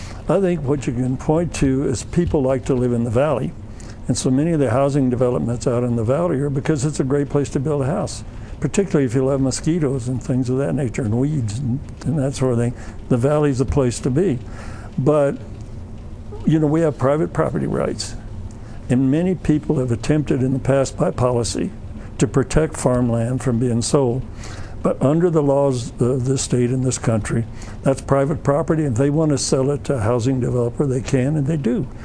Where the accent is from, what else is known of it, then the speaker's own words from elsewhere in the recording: Aztec, New Mexico, United States; back then, most of us who attended New Mexico State University actually grew up on farms or ranches. It was a very rural state at that time.